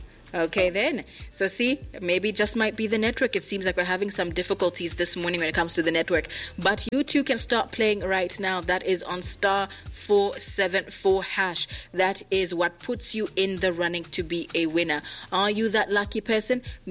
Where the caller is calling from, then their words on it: Zambia; I was calling you from Windbig, Zambia